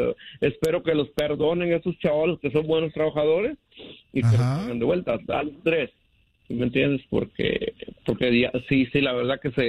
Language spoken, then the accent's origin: Spanish; Mexico City, Mexico; Y como en realidad, pues la mayoría de los que somos del DF, pues somos morenos, ¿sí me entiendes?